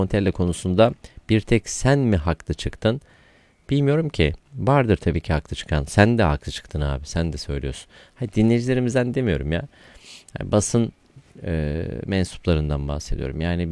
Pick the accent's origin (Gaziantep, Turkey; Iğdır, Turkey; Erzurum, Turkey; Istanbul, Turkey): Iğdır, Turkey; Tuzluca; moved away; Ben de tabii bir doğuluyum. Birçoğunuz biliyorsunuz, Iğdırlıyım. Hatta orada doğdum. İlkokulu da orada okudum. Buradan da ilime, şehrime, Iğdır'ın Tuzluca ilçesine doğdum, büyüdüm.